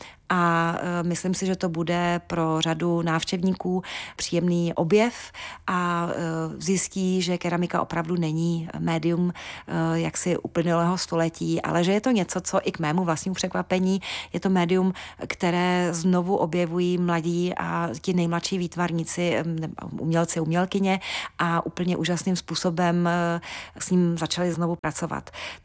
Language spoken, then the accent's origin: Czech; Prague, Czechia; moved away as an adult; now in Humpolec, Czechia; já třeba osobně jsem Pražák jako poleno, jak se říká, ale Humpolec mi velmi jaksi přirostl prostě k srdci a vlastně trávím tady už mnohem víc času než v Praze, takže už se cítím být víc jako Humpolačkou